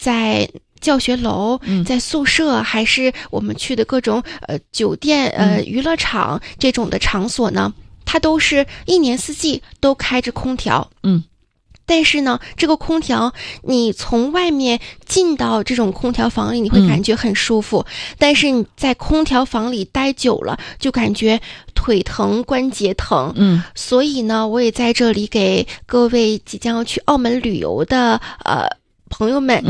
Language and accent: Chinese; China; moved away as an adult; now in Macau; 当时我真的作为一个内陆孩子，我没有见过这么大的台风要来临